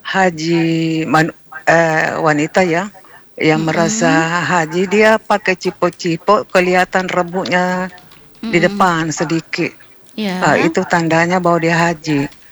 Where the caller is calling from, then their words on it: South Sulawesi, Indonesia; Saya kan juga orang Bugis Makassar.